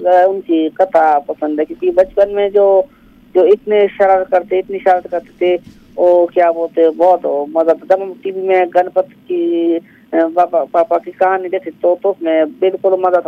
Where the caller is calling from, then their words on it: Shimla, Himachal Pradesh, India; बात कर रहा हूँ शिमला से।